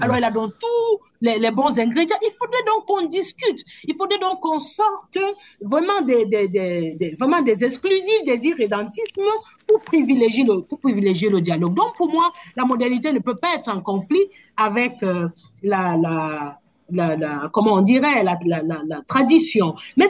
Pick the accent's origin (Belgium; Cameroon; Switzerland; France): Cameroon